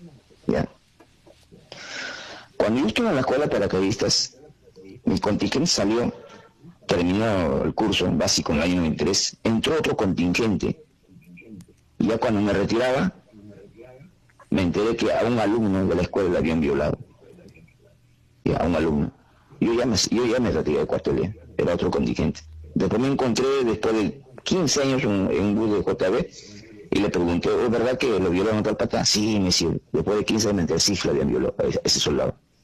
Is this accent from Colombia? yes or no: no; Lima, Peru; born there; also born or lived in Abancay, Apurímac, Peru; Yo cuando yo vine a la sierra era cholito, pues no, de dos años, tres años, vine de Abancay y Palima. ¿Qué hacía con el niño? Me trompea, la agarra trompea, le rompía la cabeza ya. No me dejaba. … me trompeaba con limeños. En Lince, en mi colegio, en mi barrio